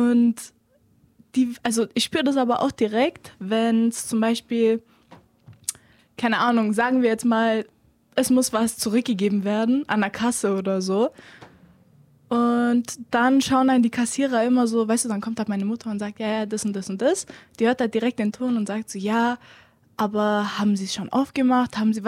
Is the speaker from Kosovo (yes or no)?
yes; Kosovo; Wenn ich gesagt habe, ich komme aus Kosovo, ich muss erstmal erklären, was ist Kosovo